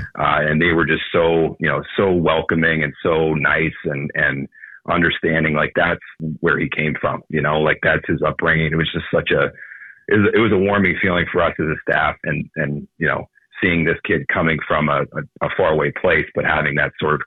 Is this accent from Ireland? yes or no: no; Ontario, Canada; I grew up just near Toronto.